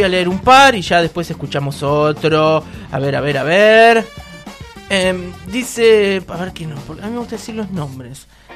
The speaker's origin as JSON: {"language": "Spanish", "country": "Argentina", "said": "viste cómo somos los argentinos"}